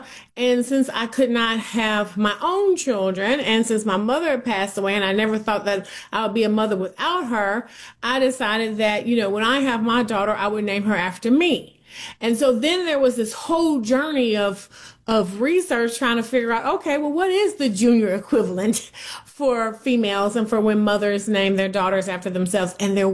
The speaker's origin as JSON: {"language": "English", "town": "Atlanta", "region": "Georgia", "country": "United States", "tie": "born or raised there", "also_born_or_lived": "New York", "said": "I grew up in Atlanta, Georgia, in a family where my father was the minister, so I was in church a lot. And then after graduating from college, I moved to New York"}